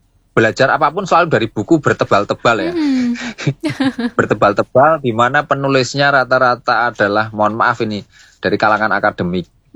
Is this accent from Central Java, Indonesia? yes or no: yes; Magelang, Central Java, Indonesia; kita itu orang Magelang, orang Indonesia